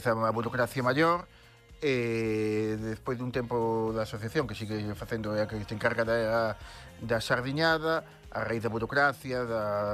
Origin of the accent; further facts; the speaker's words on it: Vilaxoán, Galicia, Spain; E, bueno, somos de Vilaxoán, da Terra das Revenidas, onde se canta moi ben e se bañan as mantidas.